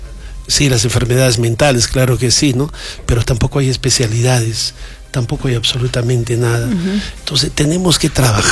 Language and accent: Spanish; Socabaya, Arequipa, Peru; nosotros los socabayinos